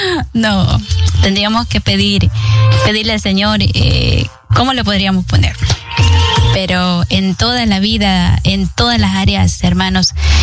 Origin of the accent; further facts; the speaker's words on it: El Salvador; ¿De qué país eres? De El Salvador.